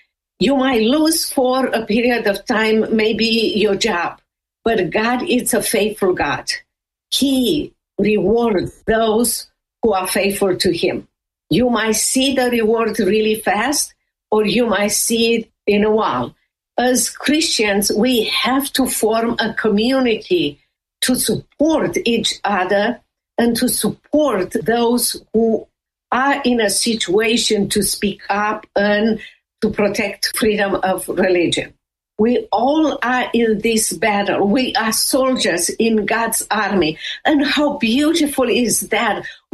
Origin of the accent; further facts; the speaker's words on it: Romania; English is a second language; now in United States; I will never forget how many Americans came to Romania during the persecution and how important was that for me and for Romanian people.